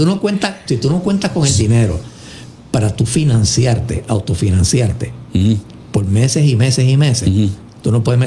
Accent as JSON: {"language": "Spanish", "country": "Puerto Rico", "said": "todos somos puertorriqueños que estamos ahí, la inmensa mayoría."}